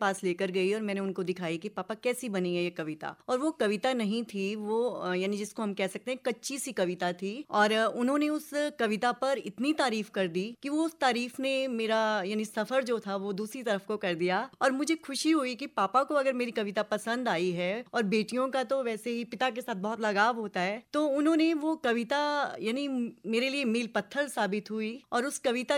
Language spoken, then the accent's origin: Hindi; Guler, Himachal Pradesh, India; now in Dharamshala, India; हमारा गाँव गुलेर था और पिताजी यहाँ पर राजकीय महाविद्यालय धर्मशाला में नौकरी करते थे। तो फिर हम सब गुलेर से यहाँ पर शिफ्ट हो गए, लेकिन गांव हमसे कभी छूटा नहीं। गांव में आज भी हमारी रूह बसती है।